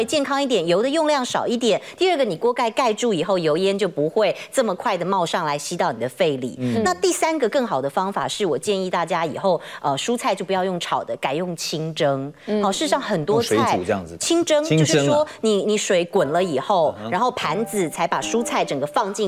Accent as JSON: {"language": "Chinese", "country": "Taiwan", "said": "我们台湾人常常都觉得青菜一定要大火快炒才好吃"}